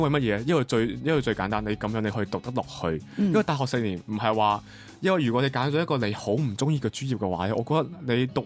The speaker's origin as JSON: {"language": "Chinese", "country": "Macau", "said": "我是来自中国澳门的"}